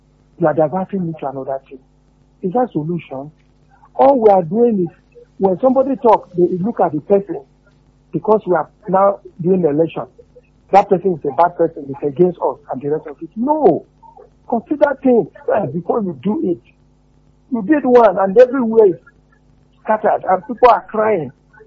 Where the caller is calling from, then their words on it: Lagos, Nigeria; I'm calling you from Lagos.